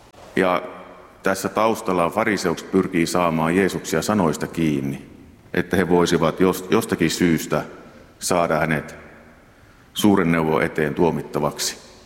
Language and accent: Finnish; South Ostrobothnia, Finland; now in Kainuu, Finland; minä olen eteläpohjalainen